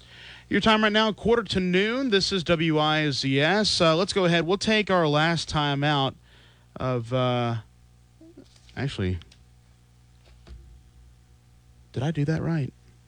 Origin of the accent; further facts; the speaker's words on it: Mount Airy, North Carolina, United States; I'm proud of where I come from. I come from Mount Airy, North Carolina. I come from Mayberry.